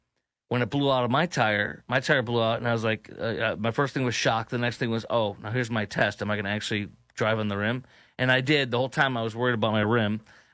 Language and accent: English; Chicago, Illinois, United States; terrorists from Chicago, Sanctuary State, my hometown